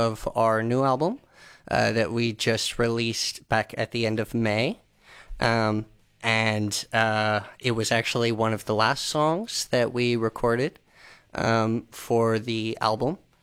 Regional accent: Amarillo, Texas, United States; I grew up in Amarillo, personally, and so, I feel like a lot of people in small towns in Texas, if you want to get out and do something in the art scene, Austin is kind of the logical location.

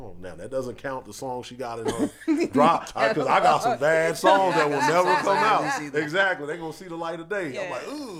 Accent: Texas, United States; born there; moved away as an adult; I moved away from Texas fresh out of high school, and when I came back

